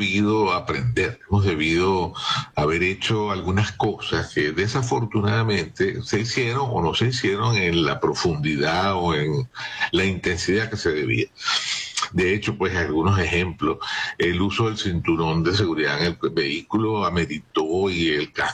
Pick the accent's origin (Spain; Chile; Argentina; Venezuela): Venezuela; La realidad es que estamos muy compungidos, pues, como venezolanos ante este evento que no se puede predecir